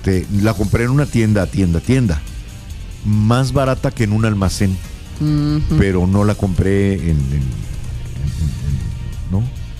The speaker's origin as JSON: {"language": "Spanish", "country": "Mexico", "said": "sí que he comprado piratería, claro que sí lo he hecho, como muchos mexicanos y mucha gente de todo el mundo"}